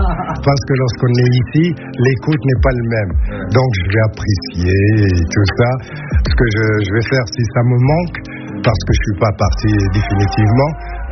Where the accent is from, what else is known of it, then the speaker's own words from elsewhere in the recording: Morocco; now in Lille, France; Ouais, je viens du sud. En fait, du sud de la Méditerranée, je viens du Maroc.